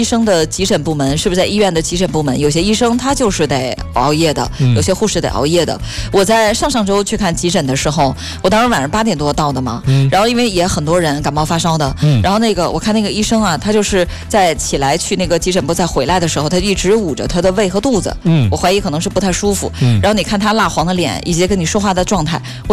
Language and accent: Chinese; Northeast China, China; 我记得我小时候在东北，